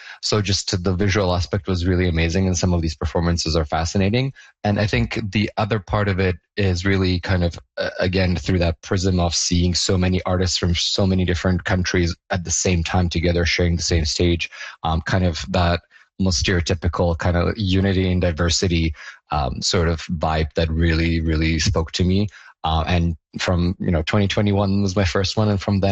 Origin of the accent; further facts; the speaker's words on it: Bosnia & Herzegovina; now in Canada; I was born and raised in Europe. I'm originally from Bosnia-Herzegovina